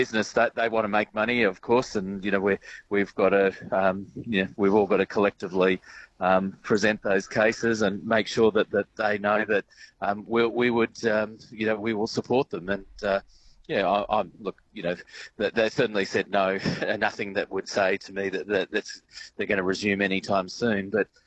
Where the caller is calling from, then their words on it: Northern Territory, Australia; I'm calling from the Devil's Marbles Hotel, where there's a truck ton of tourists out the front